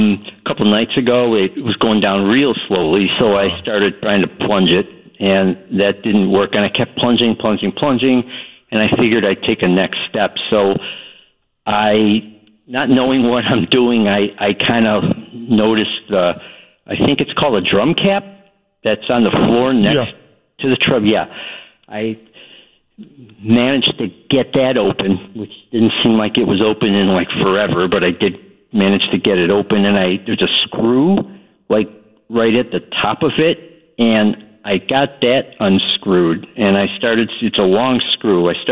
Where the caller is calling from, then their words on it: Chicago, Illinois, United States